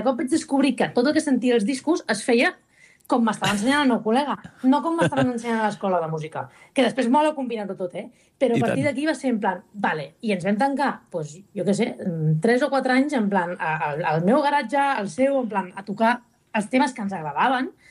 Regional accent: Vilassar de Dalt, Catalonia, Spain; Que el … és un noi de Vilassar, que soc de Vilassar de Dalt.

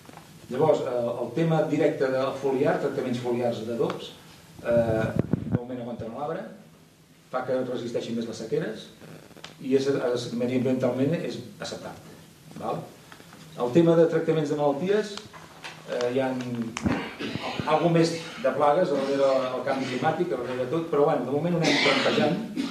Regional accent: Sant Feliu, Catalonia, Spain; Bueno, sí, ens coneixem tots som de Sant Feliu.

